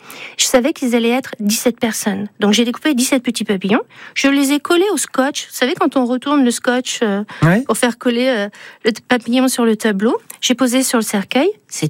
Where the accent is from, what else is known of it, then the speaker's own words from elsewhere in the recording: Auvergne-Rhône-Alpes, France; born there; Je suis née en Haute-Savoie.